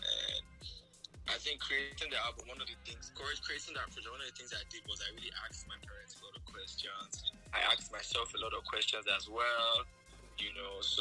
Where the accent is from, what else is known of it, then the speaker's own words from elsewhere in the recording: Benin City, Edo, Nigeria; born there; I was born in Benin City. My mom and my dad, they met themselves there.